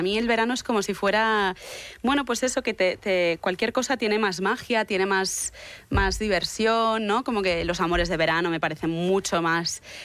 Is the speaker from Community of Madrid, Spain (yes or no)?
no; Barcelona, Catalonia, Spain; yo es que soy de Barcelona